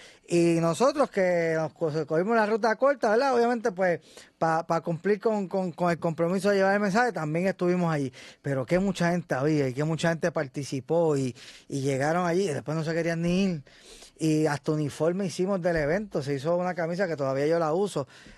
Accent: San Lorenzo, Puerto Rico; soy samaritano de San Lorenzo. O sea, que estamos cerquita.

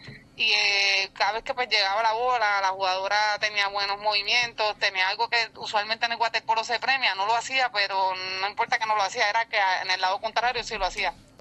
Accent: Ponce, Puerto Rico; nosotros somos bien orgullosos de ser puertorriqueños.

